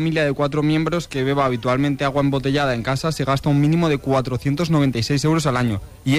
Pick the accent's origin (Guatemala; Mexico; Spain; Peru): Spain; Madrid, Community of Madrid; Cuidado, porque no en Madrid, que como madrileño tengo que decir que tenemos el mejor agua del mundo.